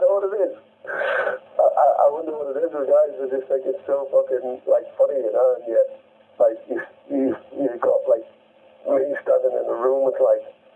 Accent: England, United Kingdom; like being English, you know, fucking, we're renowned for it anyway. We like to fuck around with our wonderful accents.

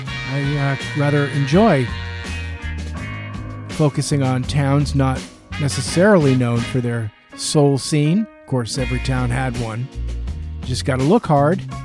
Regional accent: Lawrence, Kansas, United States; I'm from Lawrence, Kansas.

